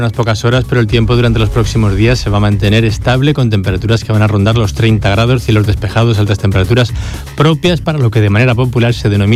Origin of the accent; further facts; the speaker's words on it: Northern Norway, Norway; Yo soy del norte de Noruega, ahora mismo están allí a 7 grados y allí como mucho hemos llegado a los 20 en verano